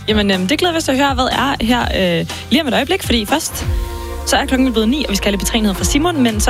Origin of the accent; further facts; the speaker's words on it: Copenhagen, Capital Region of Denmark, Denmark; ude på Christiania, hvor jeg er fra.